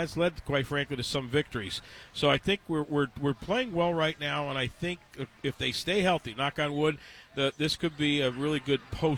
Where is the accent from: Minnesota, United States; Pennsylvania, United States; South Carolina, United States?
Pennsylvania, United States; now in Indianapolis, United States; I grew up loving baseball in Northeastern PA